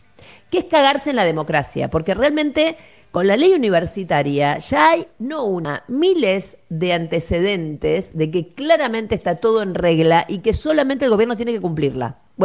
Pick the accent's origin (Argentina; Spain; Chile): Argentina